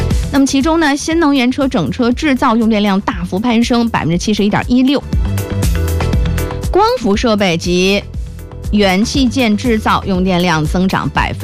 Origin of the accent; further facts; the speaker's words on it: Wuhu, Anhui, China; born there; now in Fuzhou, China; 你看我老家又要来人了，我明天我小伙伴从芜湖过来，